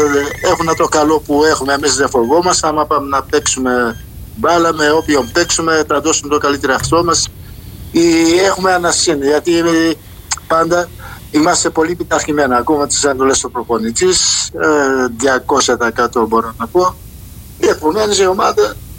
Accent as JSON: {"language": "Greek", "country": "Cape Verde", "moved": "yes", "lives_now": "Greece", "said": "Αυτή είναι χαρά που μου λένε τα καλύτερα λόγια για την πατρίδα μου"}